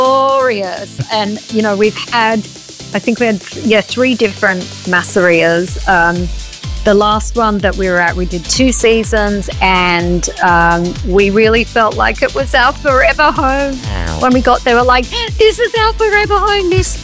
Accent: Australia; accent: Aussie; you think my accent is strong now, whoa, my Aussie accent back then

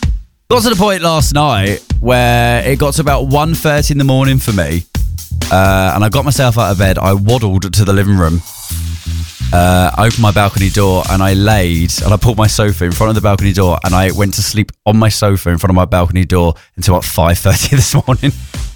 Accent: United Kingdom; God, I love us as a British nation

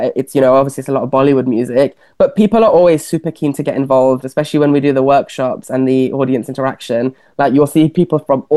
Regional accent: Leicester, East Midlands, United Kingdom; I grew up in Leicester

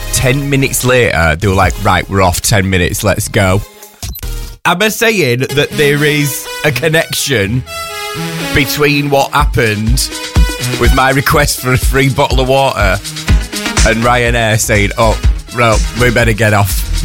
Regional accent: Yorkshire and the Humber, United Kingdom; And I'm from Yorkshire.

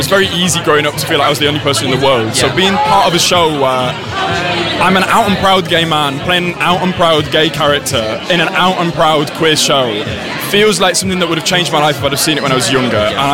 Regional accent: Bolton, North West England, United Kingdom; I grew up in Bolton, so I'm great at Mancunian

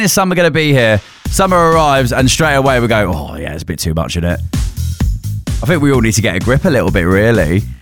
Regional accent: United Kingdom; I love us as a British nation

